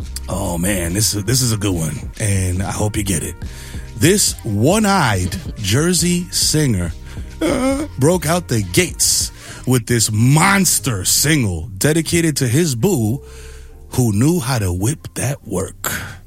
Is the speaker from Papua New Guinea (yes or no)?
no; Dominican Republic; I'm Dominican man.